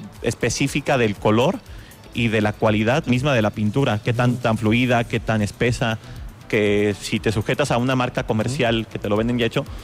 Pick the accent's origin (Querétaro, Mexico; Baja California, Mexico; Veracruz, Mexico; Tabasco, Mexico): Querétaro, Mexico; born there; Yo nací aquí en Querétaro.